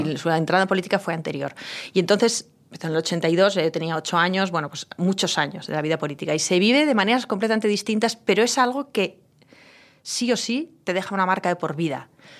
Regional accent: Pamplona, Navarre, Spain; yo tenía 18 años, y a 18 años, y un sitio como Navarra, bueno, pues te condiciona mucho, te conoce todo el mundo, un sitio como Pamplona, una ciudad pequeña, te conoce todo el mundo

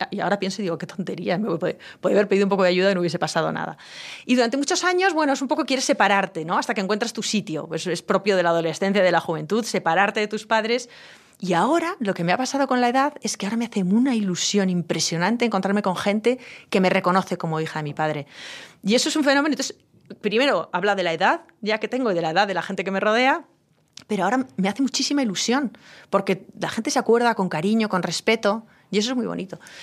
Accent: Pamplona, Navarre, Spain; yo tenía 18 años, y un sitio como Navarra, bueno, pues te condiciona mucho, te conoce todo el mundo, un sitio como Pamplona, una ciudad pequeña, te conoce todo el mundo

